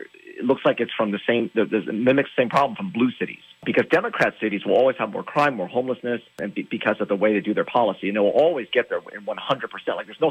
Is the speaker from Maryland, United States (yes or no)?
no; California, United States; I mean, I'm from California, so I've seen this over the course of, 20, 25 years ago.